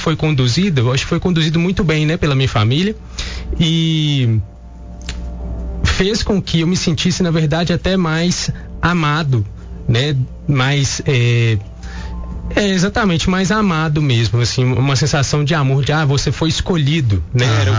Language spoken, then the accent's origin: Portuguese; Coronel Fabriciano, Minas Gerais, Brazil; é nascido e criado aqui no Vale do Aço, né? Nasci aqui em Coronel Fabriciano.